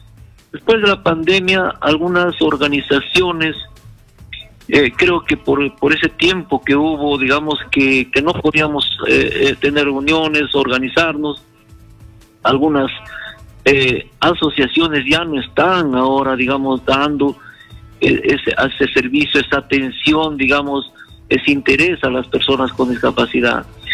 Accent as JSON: {"language": "Spanish", "country": "Peru", "said": "todos somos peruanos, todos somos ciudadanos en igualdad."}